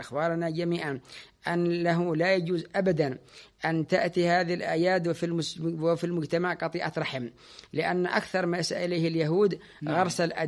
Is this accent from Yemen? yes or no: yes; Yemen; عندنا في اليمن